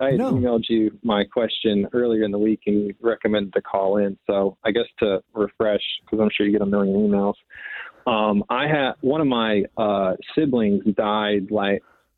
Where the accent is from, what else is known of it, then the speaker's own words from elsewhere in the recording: Fort Wayne, Indiana, United States; Yep. Raised in Fort Wayne. So I'm a Hoosier through and through.